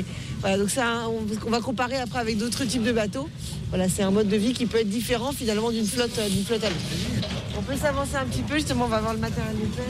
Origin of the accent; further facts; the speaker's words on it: Brittany, France; On dit le bao, sinon chez nous en Bretagne.